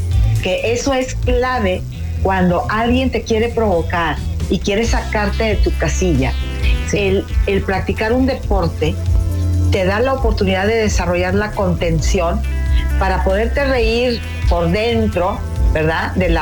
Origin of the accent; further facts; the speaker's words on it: Mexico; a nosotros como mexicanos